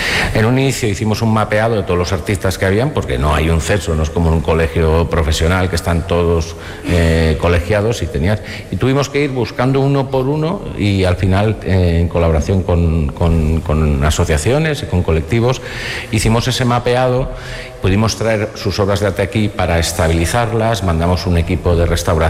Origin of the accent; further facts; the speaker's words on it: Valencian Community, Spain; Y como los valencianos somos así de graciosos y que nos lo tomamos todo a cachondeo